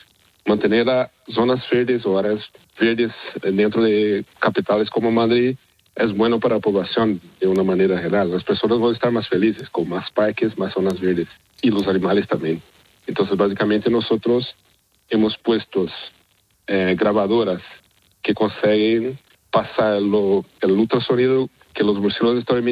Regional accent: Brazil; Spanish is a second language; Yo estaba en máster en Brasil, yo soy brasileño.

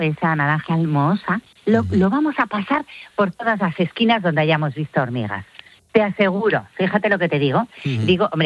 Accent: Spain

